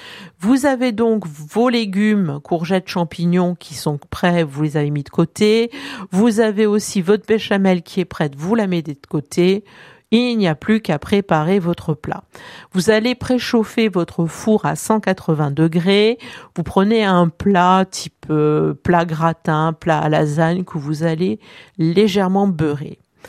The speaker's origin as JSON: {"language": "French", "region": "Corsica", "country": "France", "said": "chez nous en Corse"}